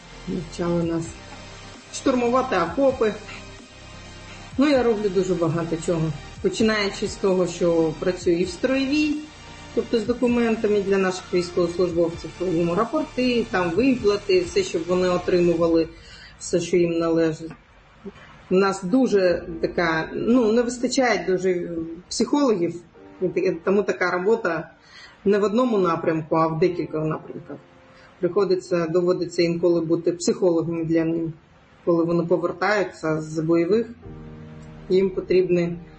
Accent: Crimea, Ukraine; Я кримська татарка, ми мусульмані всі.

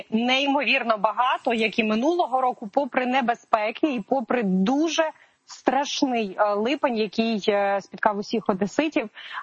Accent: Odesa, Odesa Oblast, Ukraine; я, як одеситка, ще ні разу не була на морі.

